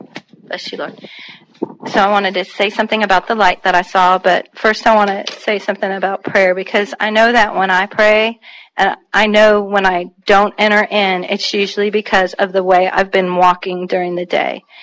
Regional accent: Moffett Field, California, United States; I grew up in Moffett Field, around Moffett Field.

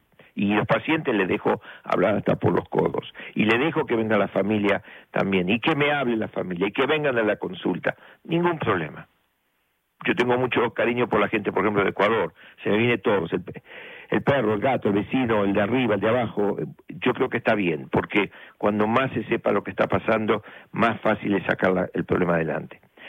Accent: Argentina; now in New York, United States; yo soy de Argentina

